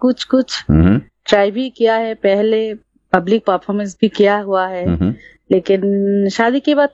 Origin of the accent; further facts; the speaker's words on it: Tinsukia, Assam, India; मैं तिनसुकिया असम से हूँ, मैं एक हाउसवाइफ हूँ